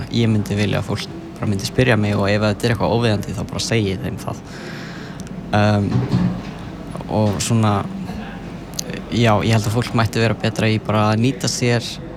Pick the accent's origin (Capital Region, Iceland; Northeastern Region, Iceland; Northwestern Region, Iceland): Northwestern Region, Iceland; Sörbær; Og ég er frá Sörbæ á Vatnsnesi.